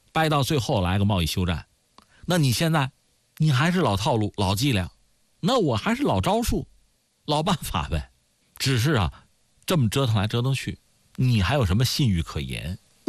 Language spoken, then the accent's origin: Chinese; China; 从我们中国人视角看呢